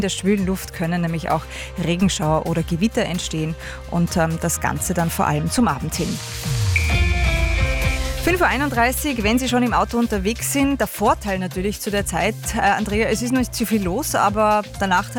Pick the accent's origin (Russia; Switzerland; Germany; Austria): Austria; vor allem Jugendwort wird ja erst bei uns in Österreich ab Oktober dann die Wahl sein.